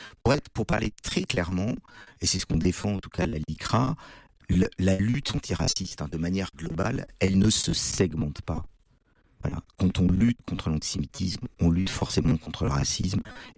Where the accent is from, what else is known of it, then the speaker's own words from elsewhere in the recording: Auvergne-Rhône-Alpes, France; moi je le dis d'autant plus à l'aise, d'autant plus à l'aise là-dessus que je suis ardéchois. Donc je viens de Privas, je viens d'un petit village à côté de Privas.